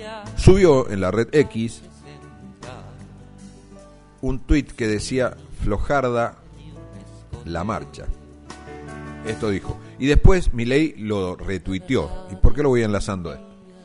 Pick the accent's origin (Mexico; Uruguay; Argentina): Argentina